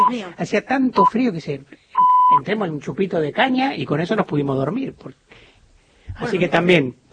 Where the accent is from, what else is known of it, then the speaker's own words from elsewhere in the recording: Buenos Aires, Argentina; Soy de Caballito, muy urbano.